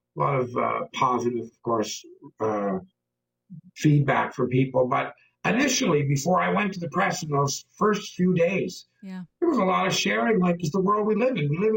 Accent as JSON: {"language": "English", "area": "Cape Breton", "region": "Nova Scotia", "country": "Canada", "said": "as Cape Bretoners"}